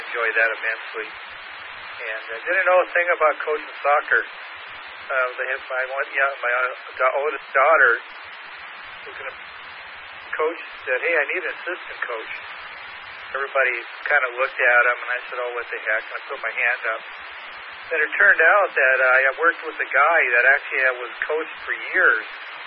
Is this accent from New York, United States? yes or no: no; Seattle, Washington, United States; I grew up in the Seattle area